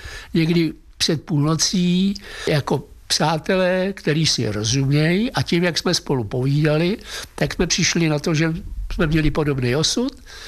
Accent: Duchcov, Ústí nad Labem Region, Czechia; now in Teplice, Czech Republic; tak já už jsem nenastoupil do Duchcova, já jsem vyrůstal v Duchcově, tak už jsem nenastoupil do školy v Duchcově, ale tady v Teplicích a tím pádem už jsem zůstal tady v Teplicích.

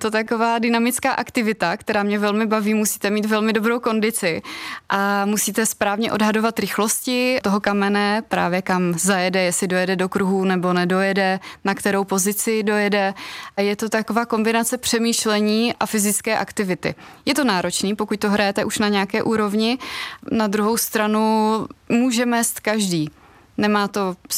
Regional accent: České Budějovice, South Bohemian Region, Czechia; now in Brno, Czechia; my Brňáci, já se teďka taky považuji už jako za Brňáka, mám tam trvalé bydliště, ale zároveň srdcem jsem pořád Budějčák.

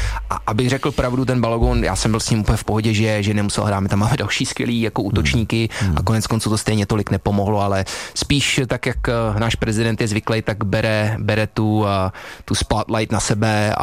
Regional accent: Pardubice, Pardubice Region, Czechia; Ne, jsem Pardubák.

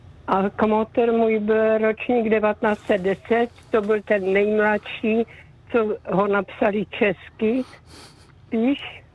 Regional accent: Silesia, Czechia; Já jsem ze Slezska, chválně neříkám přesně místo, ale moje maminka pocházela z 9 dětí.

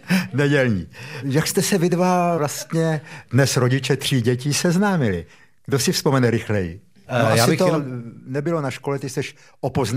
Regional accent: Moravia, Czechia; mimochodem já také

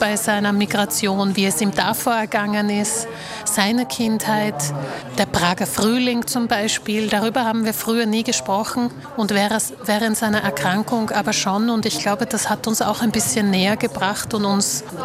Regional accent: Bratislava, Bratislava Region, Slovakia; born there; German is a second language; Ich fahre wahnsinnig gerne nach Bratislava, mein Geburtsort. Und ich gebe mir auch Mühe, jedes Jahr mehrere Bücher auf Slowakisch zu lesen, um die Sprache ein bisschen in Fluss zu halten. Ich spreche auch natürlich mit meinen Eltern Slowakisch.

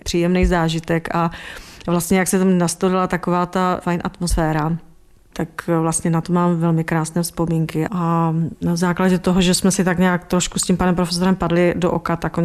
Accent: Brno, South Moravian Region, Czechia; Takže já, když jsem tam nastoupila, že jsem z Brna

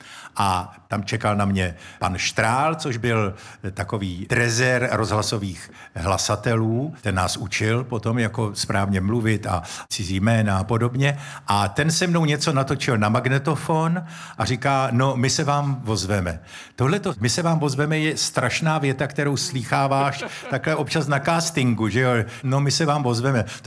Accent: Moravia, Czechia; moved away; also born or lived in Prague; já když jsem se přistěhoval z Moravy do Prahy, tak Pražáci říkali, ale podívejte, nějaký volbej Moravák, jo

